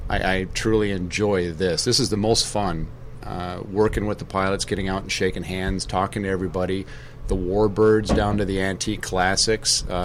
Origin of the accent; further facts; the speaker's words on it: Grand Forks, North Dakota, United States; My hometown is Grand Forks, North Dakota.